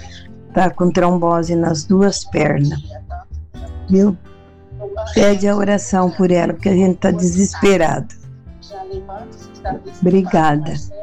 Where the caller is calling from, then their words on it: Brazil; eu sou aqui do Residencial Floresta